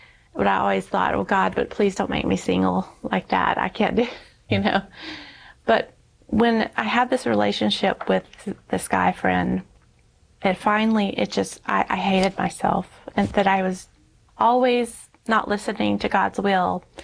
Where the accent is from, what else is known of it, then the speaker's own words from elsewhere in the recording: Alabama, United States; also born or lived in Louisiana; my dad had been transferred when my brothers were young. And we lived a total of 16 years in Alabama, where I was born. When we moved back to Louisiana